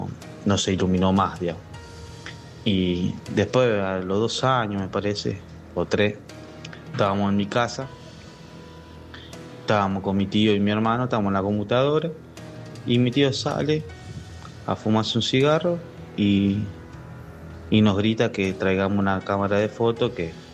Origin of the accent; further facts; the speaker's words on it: Chivilcoy, Buenos Aires Province, Argentina; Como te hablo … soy de Chivilcoy.